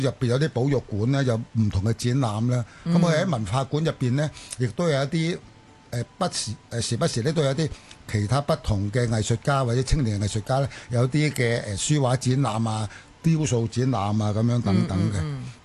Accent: Chaozhou, Guangdong, China; 我都係潮州人。

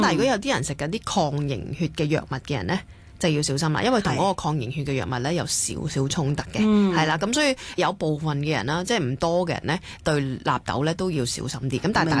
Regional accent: Indonesia; 另外，我哋印尼人就中意食天貝啦，都係發酵咗嘅大豆食物。

